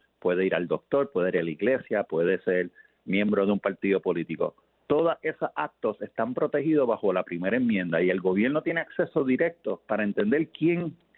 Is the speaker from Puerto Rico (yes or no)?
yes; Puerto Rico; now in New York, United States; yo soy profesor en Derecho en Albany Law School en Nueva York, pero soy de Puerto Rico y este semestre estaré por Puerto Rico.